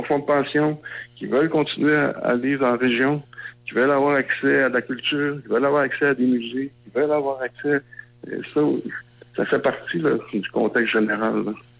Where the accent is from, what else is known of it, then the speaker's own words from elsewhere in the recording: Squatec, Quebec, Canada; dans notre village, mon village natal, à Squatec